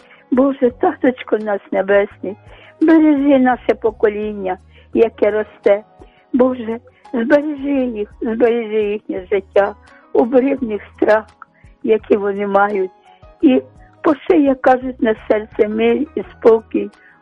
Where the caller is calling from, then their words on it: Kyiv, Ukraine; я з Оболонь, з Києва.